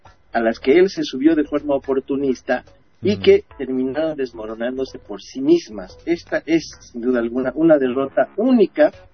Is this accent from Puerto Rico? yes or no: no; Bolivia; como bolivianos que conocemos la historia reciente